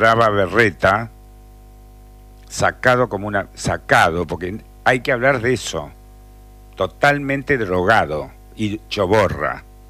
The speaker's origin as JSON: {"language": "Spanish", "region": "Córdoba", "country": "Argentina", "tie": "born or raised there", "also_born_or_lived": "Santa Fe", "moved": "yes", "said": "yo viví en Córdoba, yo nací en la provincia de Santa Fe y luego me fui a la ciudad de Córdoba cuando tenía 7 años."}